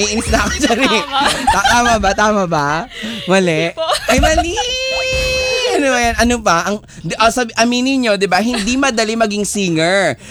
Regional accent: Pasay, Metro Manila, Philippines; Kasi taga-Pasay kami dati, oo.

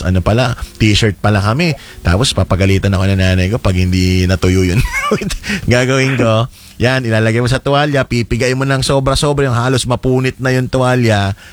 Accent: Quezon, Calabarzon, Philippines; now in Manila, Philippines; Nalala ko sa amin sa Quezon

